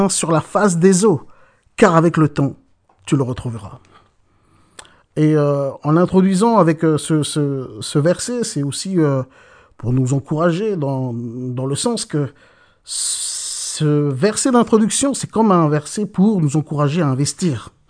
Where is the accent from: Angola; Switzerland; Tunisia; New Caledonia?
New Caledonia; Maré, Loyalty Islands Province; parce que je suis de ce pays, je suis de Néngoné … je suis de Nété, et je suis également pasteur de l'église ici à Pergame, à Nouméa